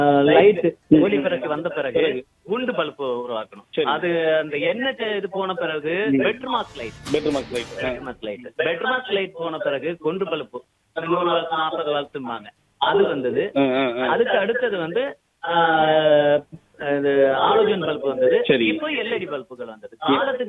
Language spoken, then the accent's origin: Tamil; Tamil Nadu, India; நான் தமிழ்நாட்டுல இருந்து வந்திருக்கேன், நான் தமிழ் மண்ணில பிறந்தவன், தமிழ் மட்டும் தான் பண்ணுவேன்.